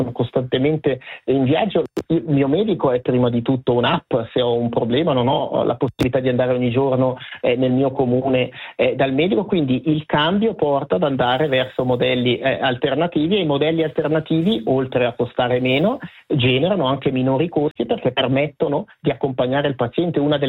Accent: Ticino, Switzerland; Io ho il privilegio di essere chiamato come ticinese spesso a riferire di una dinamica per cui tutta la Svizzera ci invidia. In Ticino, quando abbiamo un problema cardiaco, nessuno si pone la domanda

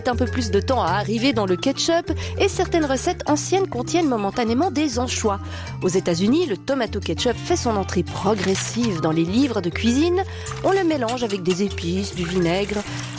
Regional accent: Switzerland; Chez nous, en Suisse

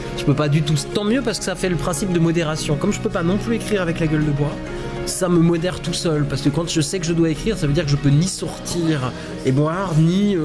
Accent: Quebec, Canada; Donc là, il y a un lac, mais il y a aussi des forêts, naturellement, qui font un petit peu rire quand on vient du Québec.

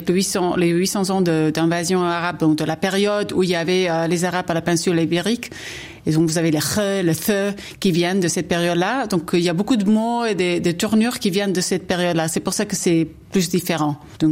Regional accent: Spain; first language Catalan; French is a second language; C'est ma langue maternelle. C'est la langue que j'ai appris mes premières années de vie. C'est la langue que je parle avec ma maman.

